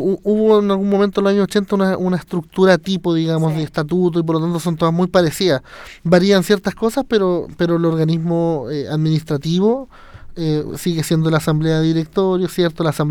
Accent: Puente Alto, Santiago Metropolitan Region, Chile; moved away as an adult; soy nacido y criado en Puente Alto

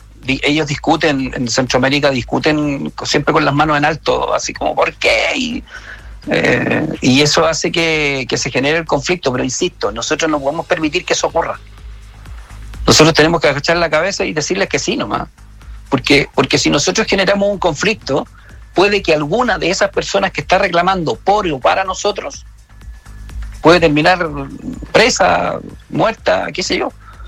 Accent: Chile; Somos un pedacito de Chile

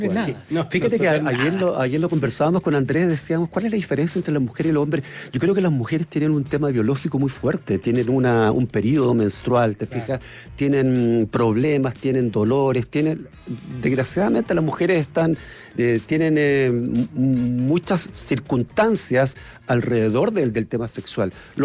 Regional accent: Chile; Somos todos chilenos.

